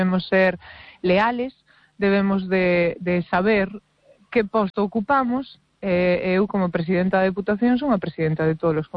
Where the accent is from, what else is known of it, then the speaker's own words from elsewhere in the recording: Burela, Galicia, Spain; compañeiros e compañeiras de con pais e nais de Cabo Verde que les xa naceron en Burela e para min pues, son de Burela igual que son eu.